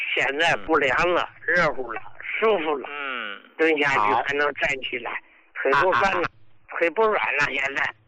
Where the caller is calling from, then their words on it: Hebei, China; 哎呀，胡老师，我是河北的，可是你的老朋友来呀、